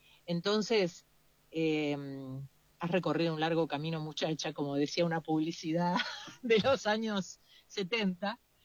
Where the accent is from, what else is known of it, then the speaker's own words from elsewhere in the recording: Argentina; moved away; los argentinos que vivimos acá